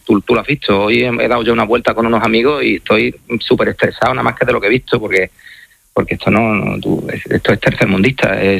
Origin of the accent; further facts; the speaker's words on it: Spain; pero primero soy español y tampoco tengo por qué abandonar mi tierra ni tengo por qué irme de aquí